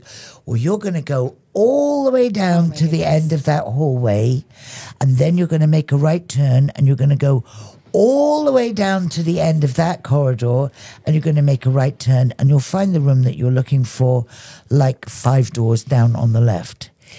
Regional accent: England, United Kingdom; now in Dominica; I'm English.

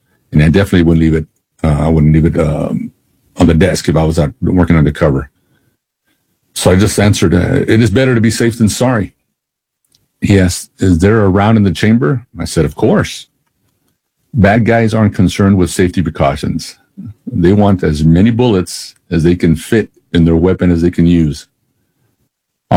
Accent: El Paso, Texas, United States; I guess one of the greatest worries working undercover in my hometown of El Paso was being recognized by someone who knew my true identity.

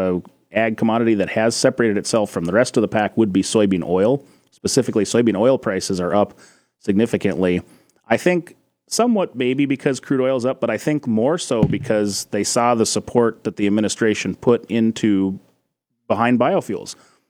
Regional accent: Dazey, North Dakota, United States; I'm from Daisy, North Dakota, over in Barnes County, and farm around that Wimbledon Courtney area up there.

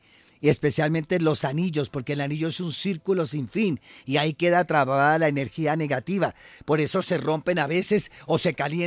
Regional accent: Facatativá, Cundinamarca, Colombia; Entonces, yo soy de Faca.

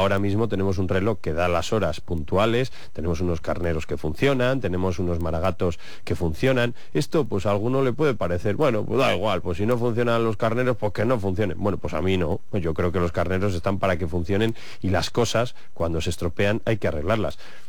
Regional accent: Medina del Campo, Castile and León, Spain; en mi pueblo, en Medina

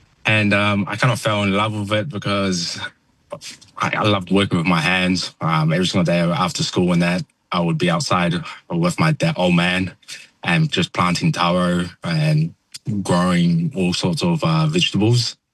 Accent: Auckland, New Zealand; I was born in New Zealand. I lived my whole life in Auckland. And my parents, my mum is from Te Whisi Vava'u, and my dad is from the main island.

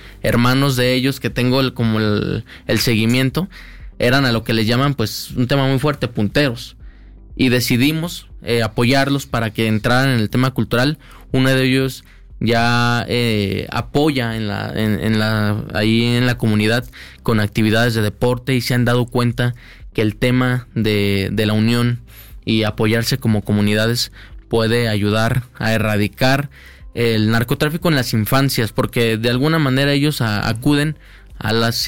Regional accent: Jalisco, Mexico; now in Mexico City, Mexico; yo soy de Jalisco, llego a la Ciudad de México

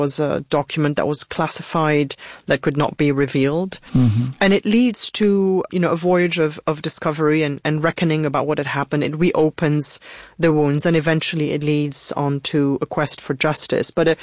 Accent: Beirut, Beirut Governorate, Lebanon; I was born in Beirut. I lived on the front lines of that and civil war. I still live in Beirut

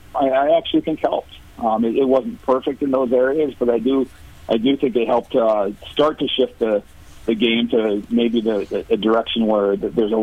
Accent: Blair, Nebraska, United States; So I grew up in just outside of Omaha, town of Blair, Nebraska is my hometown. Still have family in that area, but this part of the country has always been, kind of where I've been.

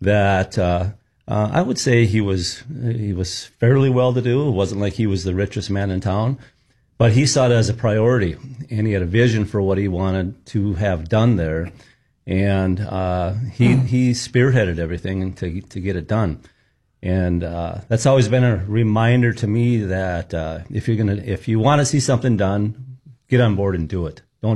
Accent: Wahpeton, North Dakota, United States; moved away as an adult; me growing up in Wahpeton, North Dakota

